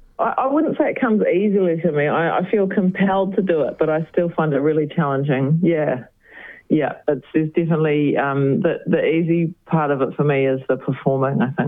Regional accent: Westport, West Coast, New Zealand; now in Lyttelton, New Zealand; That's right. I grew up on the West Coast. Yeah, I grew up just outside of Westport. Yeah.

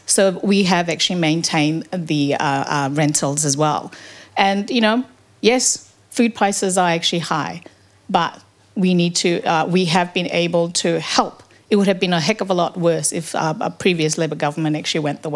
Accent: South Korea; now in New Zealand; I'm originally from Korea, and I moved to New Zealand with my parents about 38 years ago.

